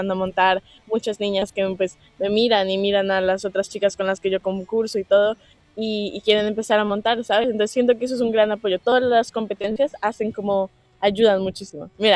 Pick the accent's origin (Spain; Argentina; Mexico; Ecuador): Mexico; born there; Sí. Mis papás son colombianos, toda mi familia es colombiana. Nací en México. Estaban pues de viaje y como trabajando ahí durante un tiempo, entonces viví como 2 años en México y después me mudé